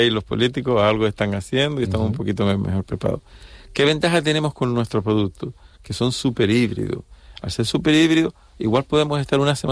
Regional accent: Las Palmas de Gran Canaria, Canary Islands, Spain; yo soy de origen de Las Palmas, pero Tenerife la conozco.

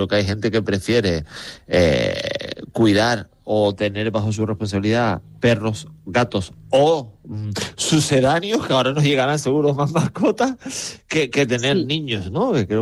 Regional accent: La Orotava, Canary Islands, Spain; Mi infancia en Orotava teníamos un pato de mascota

